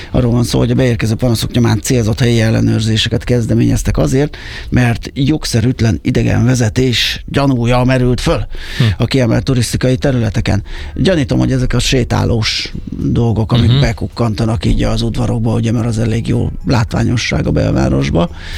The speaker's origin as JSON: {"language": "Hungarian", "region": "Budapest", "country": "Hungary", "tie": "born or raised there", "said": "A belvárosiak, mert hogy ott nőttem fel, azok ismerősek"}